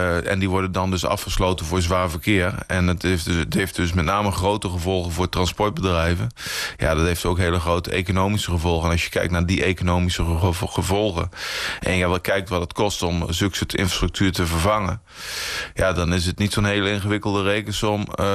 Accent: Kampen, Overijssel, Netherlands; Ja, nou ja, kijk, ik kom uit IJsselmuiden-Kampen. Dus ik ben ook nog steeds kerkelijk actief. Wel echt in een christelijke gemeenschap opgegroeid.

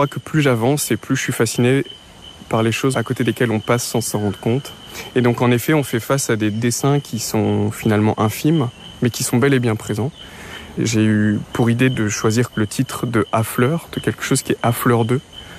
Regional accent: Wallonia, Belgium; je suis issu du Borinage

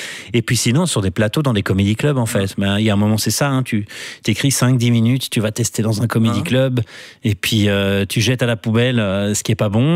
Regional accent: Brussels, Brussels-Capital Region, Belgium; Moi, je suis bruxellois

